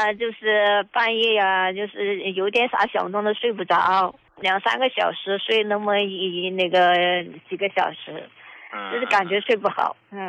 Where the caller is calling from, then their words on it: Chongqing, China; 我是重庆这边的患者，我也是你们的老用户了呀。